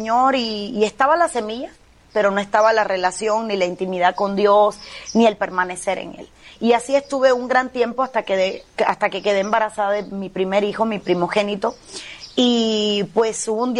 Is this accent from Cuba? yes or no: yes; Cuba; soy cubana, nací en Cuba, crecí en Cuba, me casé en Cuba, di a luz a mis 3 hijos en Cuba